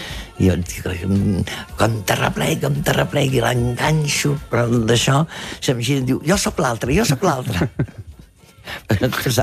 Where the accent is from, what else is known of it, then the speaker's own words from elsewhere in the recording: Catalonia, Spain; Una, perquè jo sóc català, això és complicat en el doblatge.